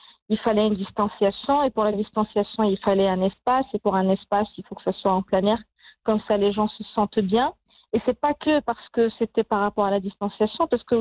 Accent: Marrakesh, Marrakesh-Safi, Morocco; Je suis de Marrakech, j'adore Marrakech

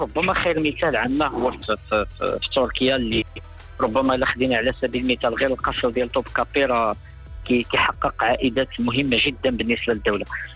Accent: Morocco; فاللي كيميز نحن كمغاربة أو كمغرب كبلد

